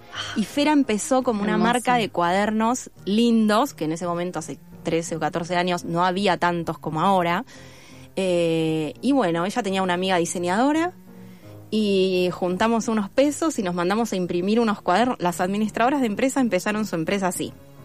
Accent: Chubut, Argentina; moved away as an adult; now in Buenos Aires, Argentina; yo soy del sur, de Chubut

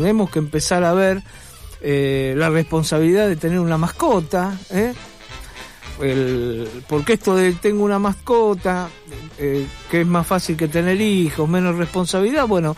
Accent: Argentina; fundamentalmente como ciudadano argentino

